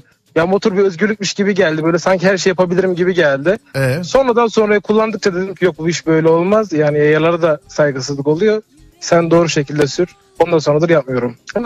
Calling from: Gaziantep, Turkey; Gaziantep.

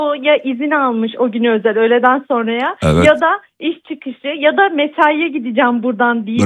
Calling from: Ankara, Turkey; Ben Ankaralıyım.

